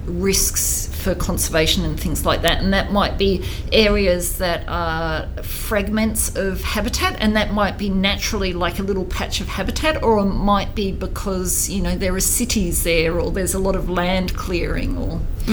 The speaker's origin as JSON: {"language": "English", "region": "Tasmania", "country": "Australia", "tie": "born or raised there", "said": "I think growing up in Tasmania, I think Rodney Croom down in Tasmania, he's an inspiration down there."}